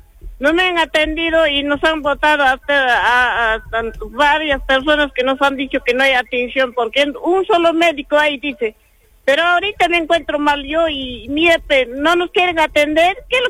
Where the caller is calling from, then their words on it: Cerro Colorado, Arequipa, Peru; Acá estoy llamando de Cerro Colorado.